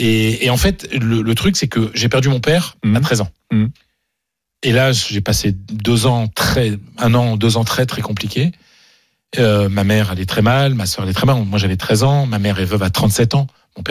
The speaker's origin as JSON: {"language": "French", "region": "Hauts-de-France", "country": "France", "said": "moi je viens d'un petit village du Pas-de-Calais, une famille modeste."}